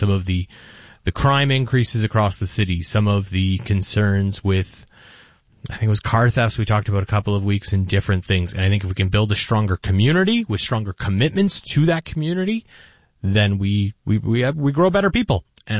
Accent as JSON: {"language": "English", "town": "Hamilton", "region": "Ontario", "country": "Canada", "moved": "yes", "lives_now": "Windsor, Canada", "said": "I'm from Hamilton."}